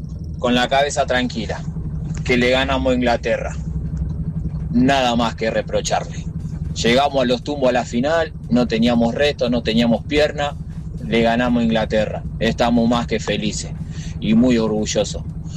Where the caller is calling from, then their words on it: Argentina; Somos grandes, somos argentinos